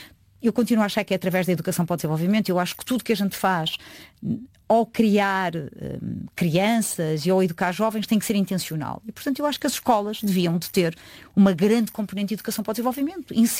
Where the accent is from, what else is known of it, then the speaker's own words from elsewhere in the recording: Portugal; Eu sinto que tenho beneficiado imenso no meu trabalho do facto de ser portuguesa.